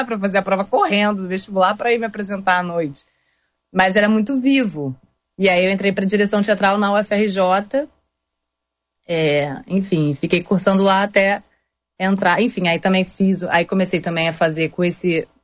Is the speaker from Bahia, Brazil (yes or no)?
no; Rio de Janeiro, Brazil; born there; Eu nasci no Rio, de uma família, né? Minha mãe é do Rio também.